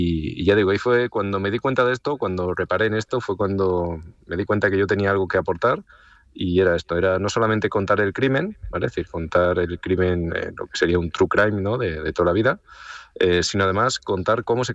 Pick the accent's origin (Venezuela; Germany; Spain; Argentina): Spain; Extremadura; he visitado Puerto Rico un par de veces, porque yo soy de Extremadura, pero no soy en concreto de la zona de La Serena